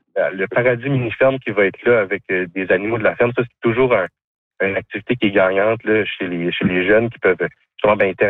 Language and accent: French; Robertville, Canada; born or raised there